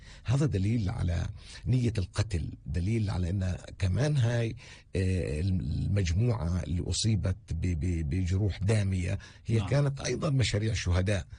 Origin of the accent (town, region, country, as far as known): Palestine